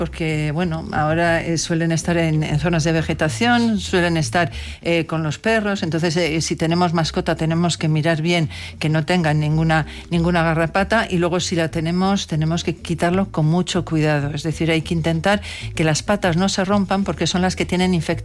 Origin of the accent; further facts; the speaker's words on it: Castile and León, Spain; Yo que vengo de Castilla y León y he sido la consejera de Sanidad